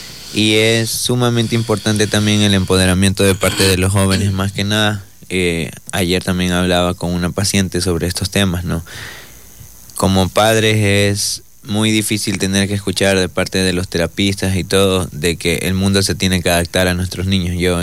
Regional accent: Manabí, Ecuador; Yo soy de Manabí

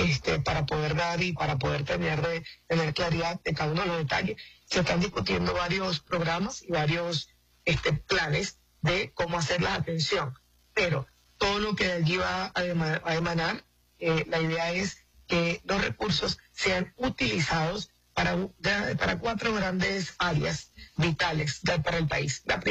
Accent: Zulia, Venezuela; yo particularmente que soy del estado de Zulia, vivo constantemente los racionamientos

